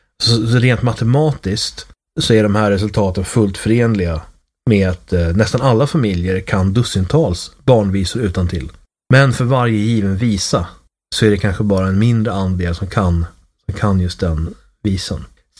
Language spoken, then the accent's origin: Swedish; Sweden; Det är inte helt lätt att relatera till som svensk då